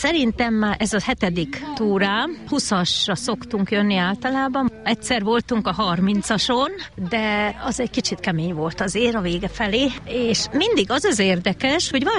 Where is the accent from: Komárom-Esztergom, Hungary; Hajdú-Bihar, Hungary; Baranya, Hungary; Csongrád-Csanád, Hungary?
Komárom-Esztergom, Hungary; Vértesszőlős; Vértes Szőlősről jöttünk a férjemmel, barátok Budapestről